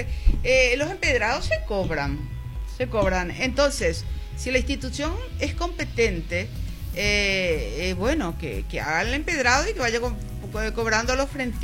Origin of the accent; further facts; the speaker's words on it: Concepción del Norte, Santa Bárbara, Honduras; Yo soy de Concepción del Norte. En Concepción la municipalidad te manda notificaciones y te dice que la veredización es obligatoria.